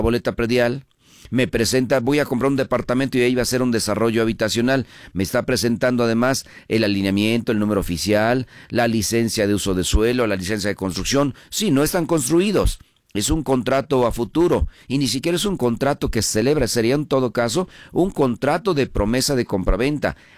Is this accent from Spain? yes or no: no; Mexico; yo creo que la gran mayoría de nosotros, de la población y como mexicanos, y hoy estamos con la idea de adquirir una propiedad.